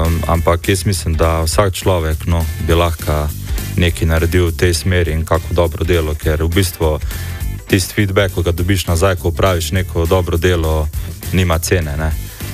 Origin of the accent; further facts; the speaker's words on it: Velenje, Savinja, Slovenia; prihajam iz Velenja